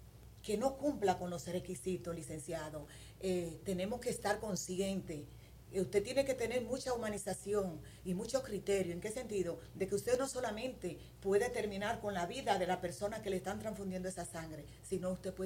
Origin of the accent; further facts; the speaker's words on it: Dominican Republic; Nosotros no crecemos con esa cultura como dominicano